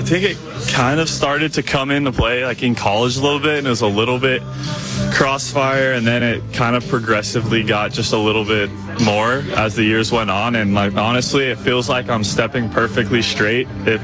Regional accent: California, United States; Yeah, grew up a Dodger fan.

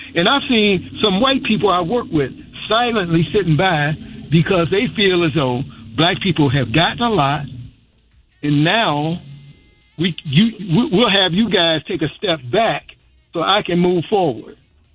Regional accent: Chicago, Illinois, United States; I grew up in Chicago.

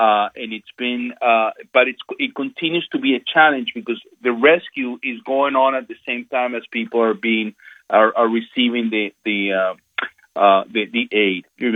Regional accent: Venezuela; I'm from Venezuela

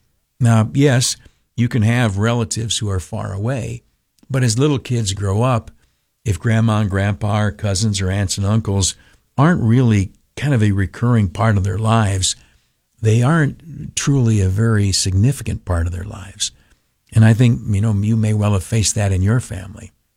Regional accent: New York, United States; Like many families, particularly in upstate New York, ours is all moved away. I've had cousins I grew up with in the Southern Tier.

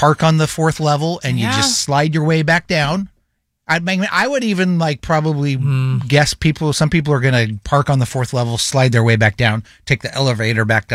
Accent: Utah, United States; born there; now in San Francisco Bay Area, United States; St. George, Utah, my home state.

